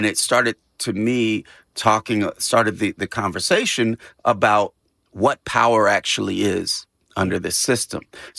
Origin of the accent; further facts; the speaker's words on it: California, United States; obviously, I come from the Bay Area, so I'm going to, you know, shoot shots on that behalf.